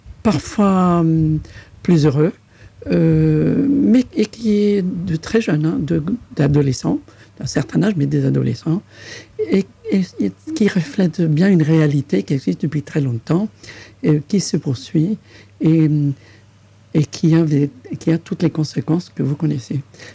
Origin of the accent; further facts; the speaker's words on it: Chile; Pas seulement sur mon pays d'origine, qu'est le Chili, mais sur les autres pays.